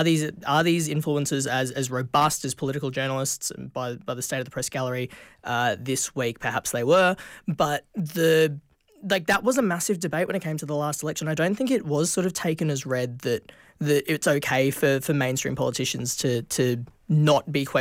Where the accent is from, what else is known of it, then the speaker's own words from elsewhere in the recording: Australia; we're all equally qualified to get on board because we're all Australian. We're all having fun.